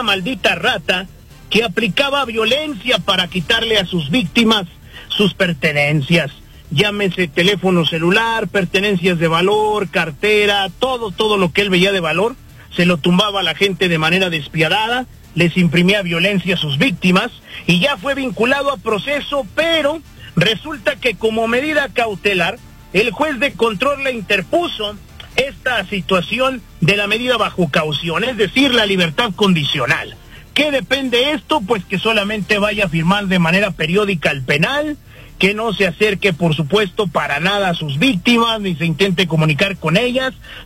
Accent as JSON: {"language": "Spanish", "country": "Mexico"}